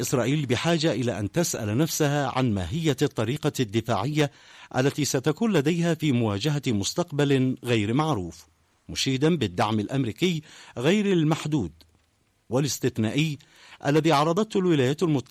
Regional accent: Yemen; بلادنا اليمن

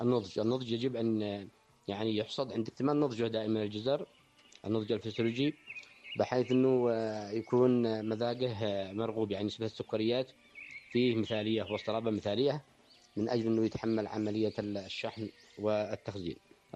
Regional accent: Yemen; عندنا في اليمن

